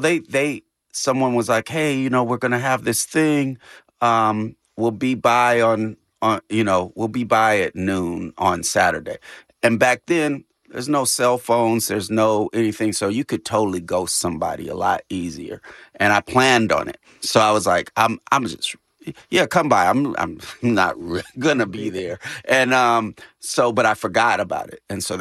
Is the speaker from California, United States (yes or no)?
yes; California, United States